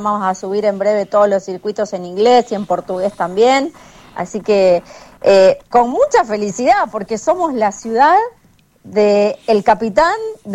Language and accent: Spanish; Rosario, Santa Fe, Argentina; los rosarinos tenemos algo muy especial con nuestra ciudad.